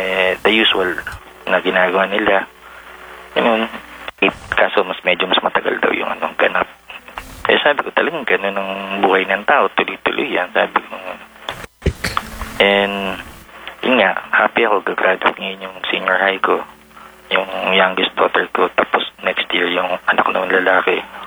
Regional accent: Quezon City, Metro Manila, Philippines; QC din, QC.

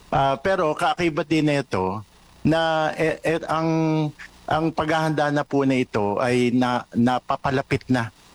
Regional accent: Legazpi, Bicol Region, Philippines; also born or lived in Pilar, Sorsogon; Yes, I'm from Legazpi City and from Pilar, Sorsogon.

